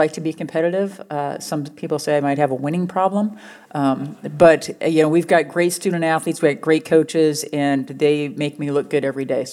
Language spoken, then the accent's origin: English; Wisconsin, United States; now in Boise area, United States; I'm actually from Wisconsin. I'm a Midwest kid at heart.